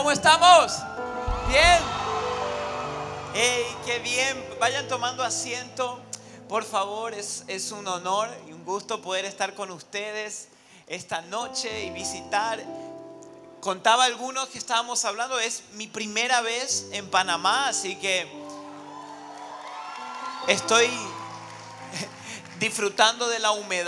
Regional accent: Paraguay; also born or lived in Argentina; now in Oklahoma, United States; soy argentino de nacimiento, pero me crié en la bella tierra de Paraguay.

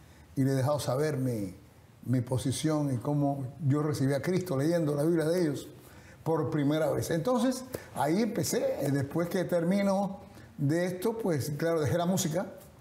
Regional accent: Cuba; now in United States; Pues yo de pequeño creí en mí que podía cantar. Sin embargo, pasó mucho tiempo, salí de Cuba, llegué a Estados Unidos, estuve en un orfelinato por 3 años y medio.

